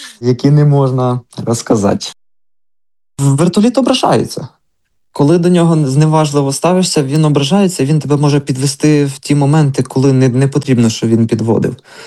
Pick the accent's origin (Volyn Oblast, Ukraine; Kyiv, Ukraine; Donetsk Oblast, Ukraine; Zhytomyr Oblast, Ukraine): Volyn Oblast, Ukraine; Я, як зрозуміло із мого позивного, я із Волині.